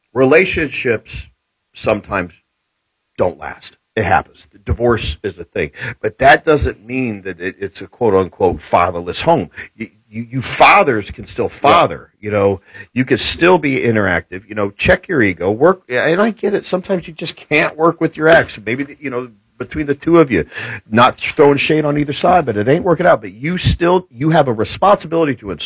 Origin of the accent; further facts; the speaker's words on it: Indianapolis, Indiana, United States; now in Franklin, United States; I am an indie guy. I grew up in Indianapolis. I love the city of Indianapolis. Indianapolis is the best. I always refer to it, it's a big city